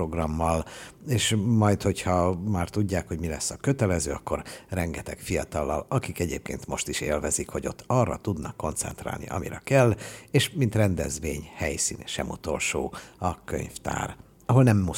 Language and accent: Hungarian; Budapest, Hungary; legalábbis nekem a Dohány utcai zsinagóga az mindig gyönyörű volt, én ott nőttem föl, mármint mellette.